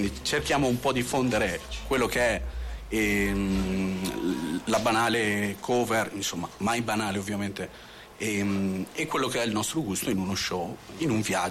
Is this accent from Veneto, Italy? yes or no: yes; Verona, Veneto, Italy; Veniamo da Verona